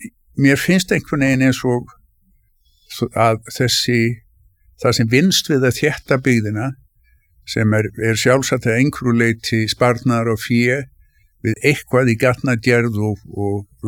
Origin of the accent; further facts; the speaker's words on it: Reykjavík, Capital Region, Iceland; ég fættist 1949 og ég óks upp töflert mikið í Norðumýrinni.